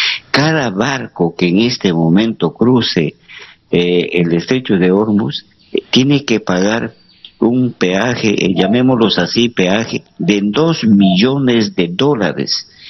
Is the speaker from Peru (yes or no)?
yes; Peru; la sociedad consumista, como somos nosotros los peruanos.